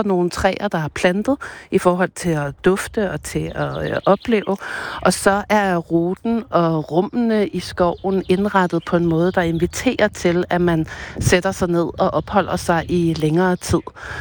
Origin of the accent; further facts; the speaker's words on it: Bornholm, Capital Region of Denmark, Denmark; som guide og som bornholmer